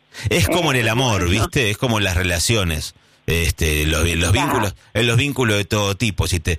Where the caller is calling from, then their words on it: Ramos Mejía, Buenos Aires Province, Argentina; también otra de Ramos Mejía.